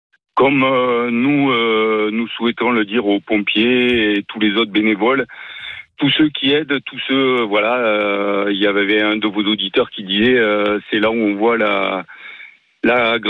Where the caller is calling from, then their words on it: Bordeaux, Nouvelle-Aquitaine, France; Alors, j'habite Castelnau de Médoc et je travaille dans toute la métropole bordelaise.